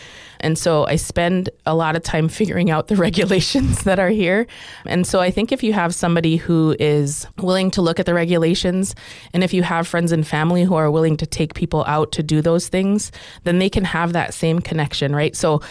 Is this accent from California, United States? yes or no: no; Kotzebue, Alaska, United States; also born or lived in Selawik, Alaska; So I grew up in Kotzebue and Sisolik